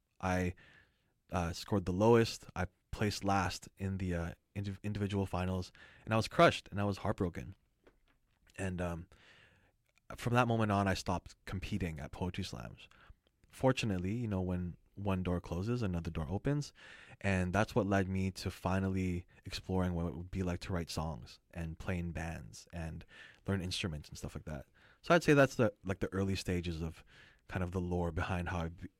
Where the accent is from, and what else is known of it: Surrey, British Columbia, Canada; born or raised there; also born or lived in Vancouver